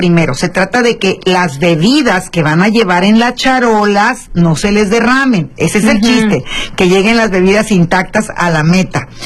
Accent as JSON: {"language": "Spanish", "country": "Mexico", "said": "Yo soy californiana, y aquí yo siempre recuerdo, digo, ya soy una mujer adulta mayor"}